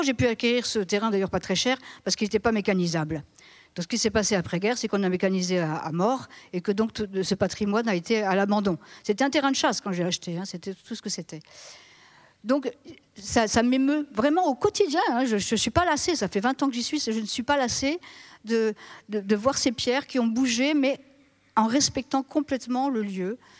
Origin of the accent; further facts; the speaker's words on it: Grand Est, France; Et puis en plus, moi je venais de la Marne, il a fallu apprendre ici.